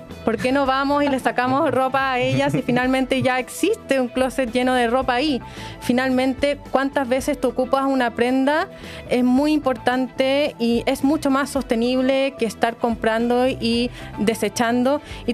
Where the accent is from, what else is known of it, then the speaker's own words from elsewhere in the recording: Chile; moved away as an adult; also born or lived in Milan; sabiendo que en mi país existía un problema ambiental gigante, que eran, bueno, estos vertederos clandestinos que existen en el norte de Chile.